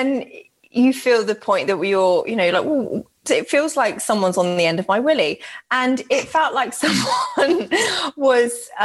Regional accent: Birmingham, West Midlands, United Kingdom; maybe I'm just going to, I'm from Birmingham

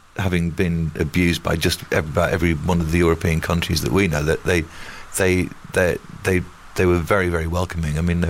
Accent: United Kingdom; And all that Celtic music they played as well kind of got to me as a Brit.

